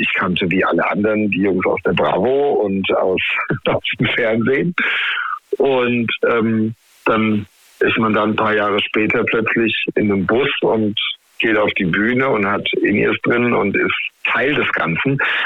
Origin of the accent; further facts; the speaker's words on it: Heidelberg, Baden-Württemberg, Germany; weil ich natürlich als Heidelberger, Baujahr 85, mit den … aufgewachsen bin. Ne? Also hier im Rhein-Neckar-Delta